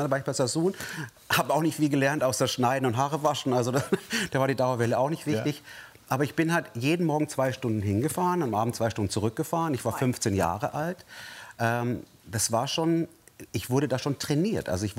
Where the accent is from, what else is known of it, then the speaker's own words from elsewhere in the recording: Bavaria, Germany; Also, also ich komme aus Bayern